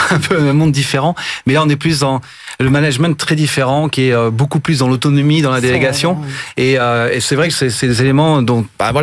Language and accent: French; Toulouse, Occitanie, France; je suis de Toulouse